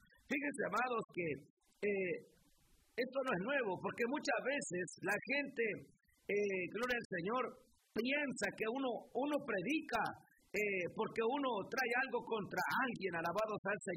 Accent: Mexico; nosotros los que somos de México

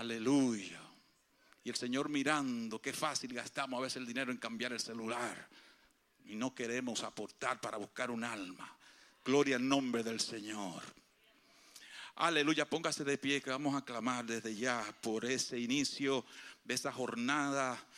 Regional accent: Dominican Republic

